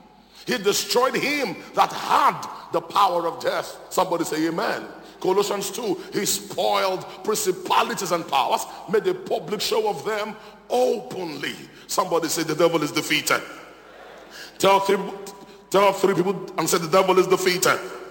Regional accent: Nigeria; My wife is an American. I am Nigerian.

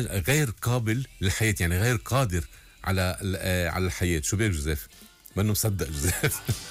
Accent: Lebanon; مرقنا فيها كلبنانيين، نحن باقيين بلبنان، رح نضل بلبنان

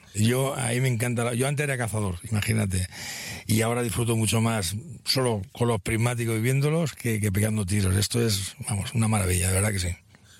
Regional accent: Barcelona, Catalonia, Spain; Aquí cuando estoy de vacaciones, no soy de aquí, soy de Barcelona, y aquí vengo a disfrutar

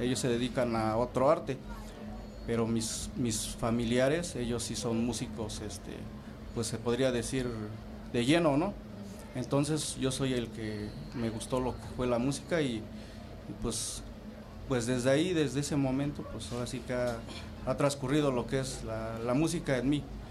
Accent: Texcoco, State of Mexico, Mexico; Somos de aquí, del regional de Santa María Tecuanulco, Texcoco, México.

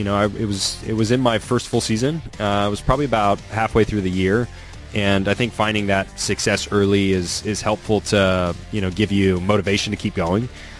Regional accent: Nashville, Tennessee, United States; I'm from Nashville, Tennessee

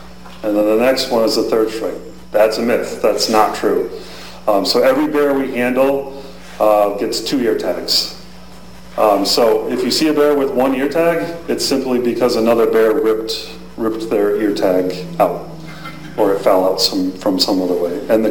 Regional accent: Hartland, Connecticut, United States; I grew up in Heartland

